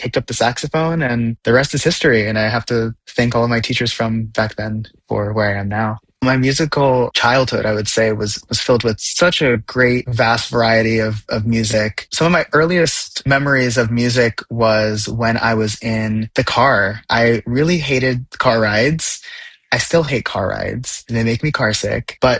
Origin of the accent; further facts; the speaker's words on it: Glenview, Illinois, United States; also born or lived in Evanston; I was born in Evanston and I grew up in Glenview to two amazing parents … with two great older brothers. Yeah, we grew up in a cute little house in Glenview, Illinois, in a very vibrant suburb, set of suburbs.